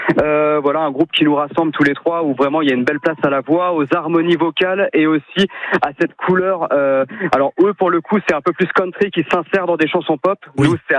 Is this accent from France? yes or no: yes; Brittany, France; forcément, on a tout le bagage en tant que Breton. En fait, on a grandi dans les musiques celtiques, bretonnes, irlandaises, qui nous bercent vraiment.